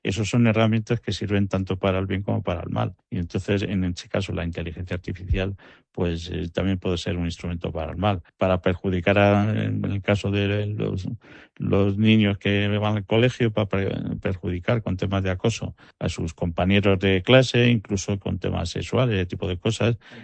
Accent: Alcázar de San Juan, Castilla-La Mancha, Spain; born there; decimos que los de mi pueblo, Alcázar de San Juan, somos línea dura

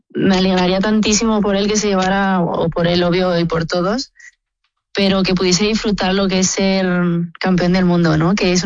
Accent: Community of Madrid, Spain; no soy de Ciempozuelo, pero al final sigue siendo Madrid y sigo siendo madrileña

